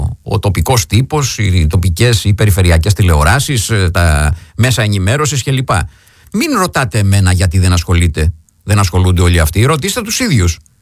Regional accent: Greece

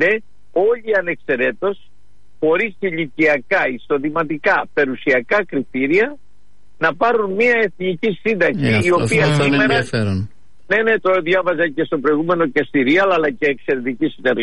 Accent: Western Greece, Greece; born there; και εδώ στα χωριά και στην πατρίδα μου, στην Ηλία και στη Μεσσηνία που είμαι τώρα

